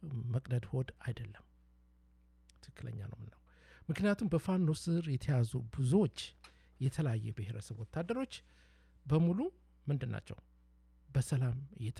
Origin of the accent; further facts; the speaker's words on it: Dire Dawa, Ethiopia; Amharic is a second language; ቢሆንም ለመናገር አቅተኛ በኦሮምኛውን ሞክራለሁ ሶማሊኛውን ሞክራለሁ። ለምን ድሬ ተወልጄ ያደኩኝ ሁሉንም እንደዛው እንዋደዳለን እንወዳለን።